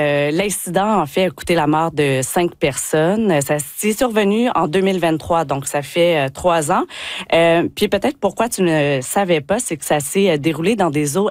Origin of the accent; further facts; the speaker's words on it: Quebec, Canada; accent: Québécois; now in Newfoundland and Labrador, Canada; depuis que je suis arrivée à Terre-Neuve et Labrador, là, vous pouvez l'entendre par mon accent, je suis québécoise